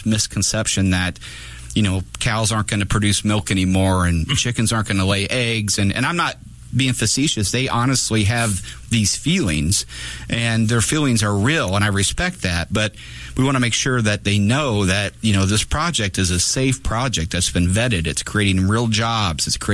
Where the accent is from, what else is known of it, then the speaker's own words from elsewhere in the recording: Divernon, Illinois, United States; I grew up in Divernon. My parents both grew up in Springfield on the east and down on the Cabbage Patch.